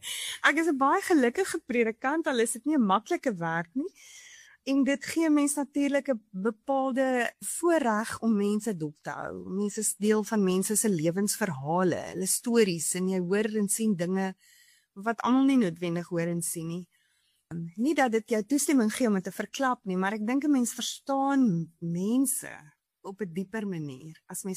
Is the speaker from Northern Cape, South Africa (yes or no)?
no; Bloubergstrand, Western Cape, South Africa; now in Melkbosstrand, South Africa; Dit speel in 2018 af, so dis 'n hedendaagse verhaal in Bloubergstrand wat my Tuisdorp is nou woon in Melkbos, maar ek werk in Blouberg, dis maar my hartsplek.